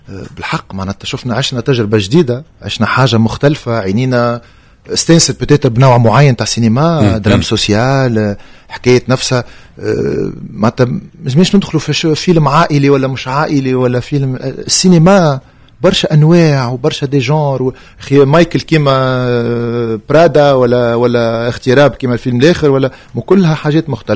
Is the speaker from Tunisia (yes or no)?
yes; Tunisia